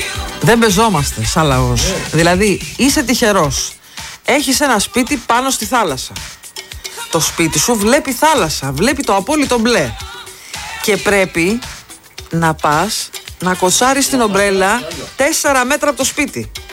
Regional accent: Parga, Epirus, Greece; born there; Εγώ γεννήθηκα στην Πάργα. Δεκαετία του 70 λοιπόν.

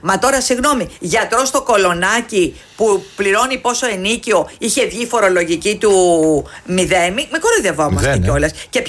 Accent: Greece; Εγώ δεν μπορώ στην πατρίδα μου, την Ελλάδα, να νιώθω ξένη. Νιώθω ξένη στην πατρίδα μου.

